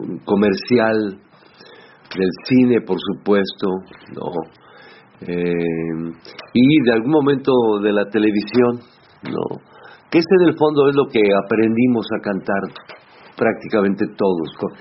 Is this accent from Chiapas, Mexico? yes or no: no; Tulancingo, Hidalgo, Mexico; en mi ciudad natal, en Tulancingo, Hidalgo, México.